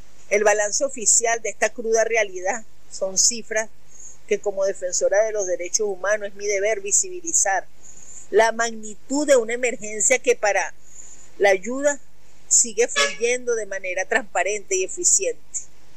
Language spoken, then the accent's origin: Spanish; Venezuela; abogada, pero ante todo venezolana